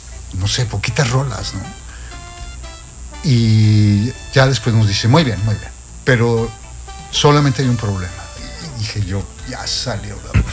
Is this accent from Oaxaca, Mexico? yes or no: no; Mazatlán, Sinaloa, Mexico; born there; moved away as an adult; now in Cancún, Mexico; yo nací allá en Mazatlán.